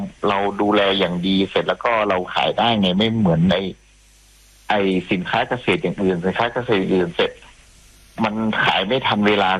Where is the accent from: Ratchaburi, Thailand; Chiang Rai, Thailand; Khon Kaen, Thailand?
Chiang Rai, Thailand; now in Phaya Mengrai, Thailand; ครับเป็นคนเชียงรายเลยแท้จริงเลยครับ